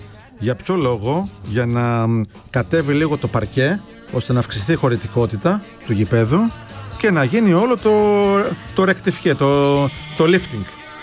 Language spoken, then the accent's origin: Greek; Greece; είμαστε Έλληνες.